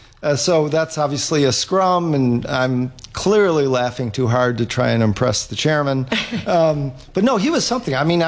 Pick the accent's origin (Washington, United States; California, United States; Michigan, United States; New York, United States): Michigan, United States; Detroit; so I grew up in Detroit.